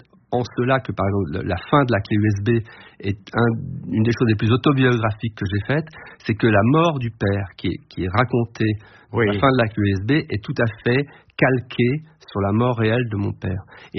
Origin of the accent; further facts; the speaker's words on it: Brussels, Brussels-Capital Region, Belgium; le Bruxelles de mon enfance, le Bruxelles où je vis à Bruxelles maintenant